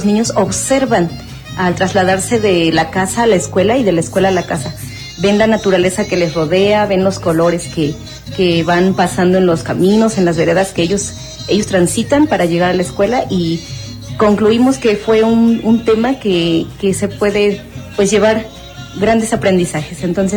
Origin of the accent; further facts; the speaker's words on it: Zacapoaxtla, Puebla, Mexico; Muy buenos días … vengo de la Junta Auxiliar de Tatoscac, Zacapuaxtla, Puebla.